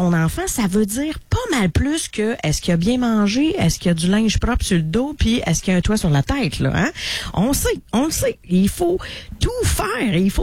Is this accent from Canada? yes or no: yes; Quebec, Canada; Là, t'sais, hein? On est proche de Montréal, proche de Québec. Ouais, on est entre tout.